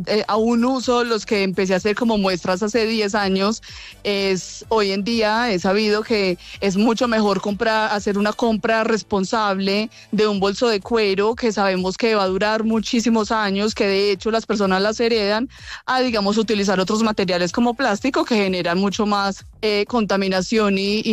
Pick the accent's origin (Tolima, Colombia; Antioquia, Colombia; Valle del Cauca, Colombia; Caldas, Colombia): Caldas, Colombia; Manizales; now in Bogotá, Colombia; Yo soy de Manizales